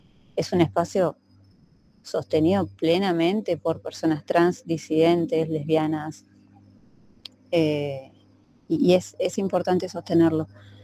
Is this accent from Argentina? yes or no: yes; Argentina; now in Misiones, Argentina; Si bien nosotros no somos de Misiones, la mayoría somos de Buenos Aires, incluso de la Patagonia